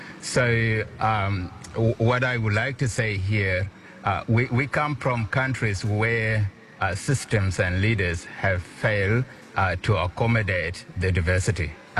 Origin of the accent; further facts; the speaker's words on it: Australia; Australians are reaching out and talking about other issues happening around the world, we are actually being Australian. That is Australia.